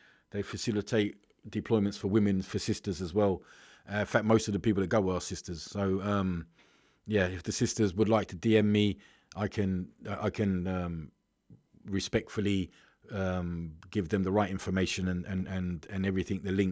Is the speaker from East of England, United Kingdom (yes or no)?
yes; Luton, East of England, United Kingdom; I'm local. If you go to, I'm from Luton. I live here.